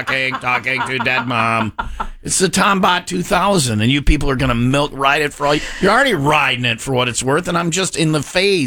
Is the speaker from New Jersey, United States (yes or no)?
yes; New Jersey, United States; It's a small state. I'm from Jersey.